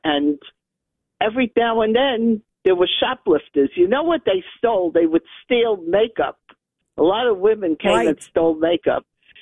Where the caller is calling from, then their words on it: New York City, New York, United States; I live in Borough Park.